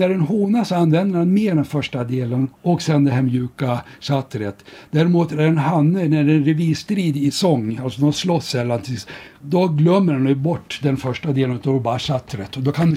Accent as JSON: {"language": "Swedish", "town": "Surahammar", "region": "Västmanland County", "country": "Sweden", "tie": "born there", "also_born_or_lived": "Uppsala", "said": "Jo, jag är ju född i Surahammar och jag flyttade till Uppsala och började läsa biologin, så märkte jag att de sjunger helt annorlunda i Uppsala än i mina hemtrakter."}